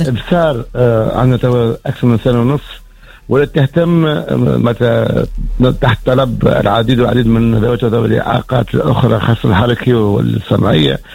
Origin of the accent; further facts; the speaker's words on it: Tunisia; عندنا في تونس